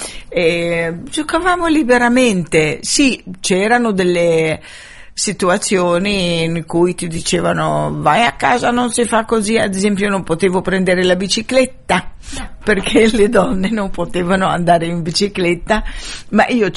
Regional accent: Gaza, Gaza Strip, Palestine; moved away as an adult; ma io sono nata e cresciuta a Gaza, io mi considero di palestinese di Gaza ovviamente

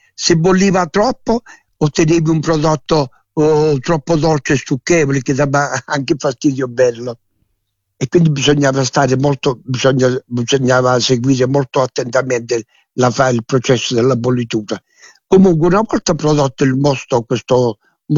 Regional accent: Saracena, Calabria, Italy

